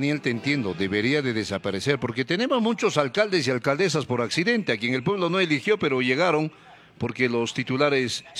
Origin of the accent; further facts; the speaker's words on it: Cusco, Peru; Yo no soy quillabambino, pero siento como cusqueño y como peruano